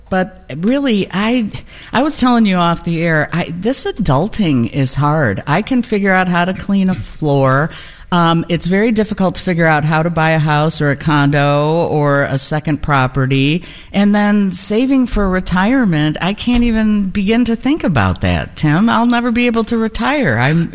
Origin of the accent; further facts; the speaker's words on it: Illinois, United States; I'm from Illinois.